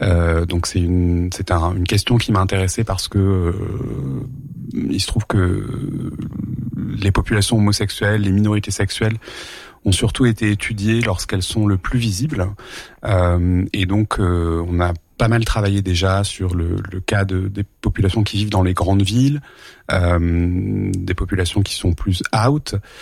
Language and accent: French; Portes-lès-Valence, Auvergne-Rhône-Alpes, France; moved away as an adult; also born or lived in Lyon / Montreal / New York; now in Paris, France; Alors moi, je suis né à Valence et j'ai grandi à Portes-les-Valences. Plutôt dans la plaine de Valence, on va dire. C'était plutôt ça l'endroit dans lequel j'ai vécu jusqu'à mes 18 ans avant de quitter la région pour faire mes études.